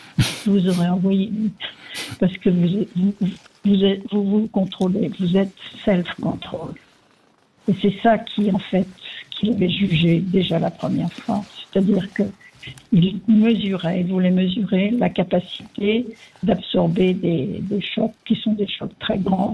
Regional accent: France; now in Rome, Italy; Je suis française, je vis à Rome, et j'ai vécu à Paris, j'ai vécu dans d'autres capitales du monde.

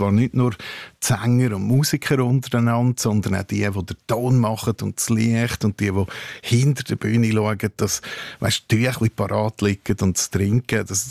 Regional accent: Bern, Switzerland; habe jetzt auch bei meinem Lied dürfen, ein bisschen Glarnerdeutsch fehlen, weil das liegt immer als Berner nicht so.

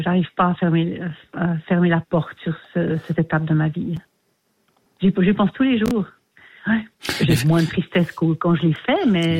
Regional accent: Geneva, Switzerland; born there; Je suis née à Genève et tout, voilà.

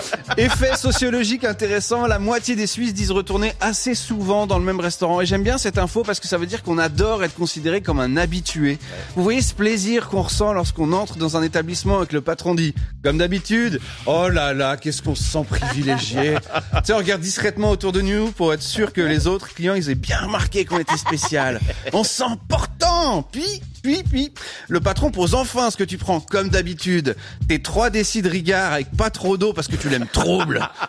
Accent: France; parce que je suis français d'origine et parce que j'ai compris que pour avoir du plaisir à bientôt 40 ans

